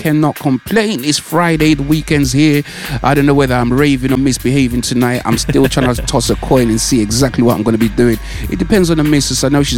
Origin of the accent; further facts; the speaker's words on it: United Kingdom; moved away; we're from the UK